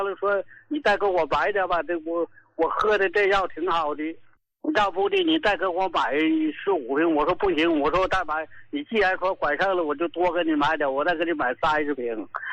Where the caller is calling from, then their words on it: Qinhuangdao, Hebei, China; 我老爸和我们都是秦皇岛的人士。